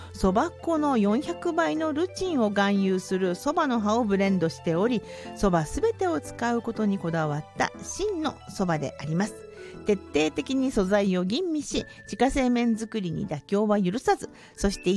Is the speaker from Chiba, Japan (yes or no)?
no; Hakodate, Hokkaido, Japan; 私の出身地函館の八千頭温泉、八千頭青柳町からもっと先で立町岬とかがあるところの最後